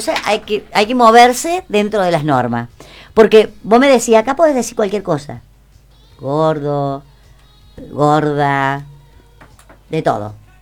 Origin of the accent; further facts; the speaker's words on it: Argentina; si hay algo en que somos buchones, somos los argentinos.